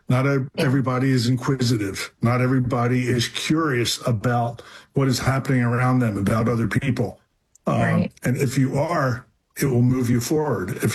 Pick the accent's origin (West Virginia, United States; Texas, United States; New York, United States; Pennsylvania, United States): Pennsylvania, United States; Philadelphia; I'm from Philadelphia. Right, born and raised in Philadelphia, and I have three sisters, and I have two older and one younger.